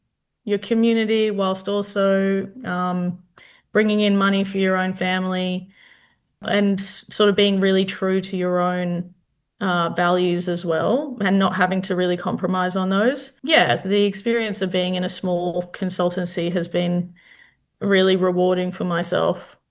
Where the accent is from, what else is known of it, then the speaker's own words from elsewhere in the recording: Western Australia, Australia; born there; also born or lived in Fitzroy River; now in Noongar country, Australia; I grew up in the Kimberley in lots of little towns and remote communities that really shaped how I saw the world. I was lucky enough to grow up on the Mardawarra, you know, Fitzroy River for a bit